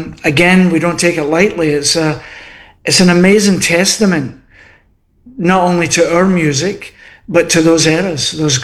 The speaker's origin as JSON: {"language": "English", "region": "Scotland", "country": "United Kingdom", "said": "So, being Scottish, and I know that Sam's off the Irish, he's Irish background. I love coming to Newfoundland because it's got a wee touch of the old country, for sure."}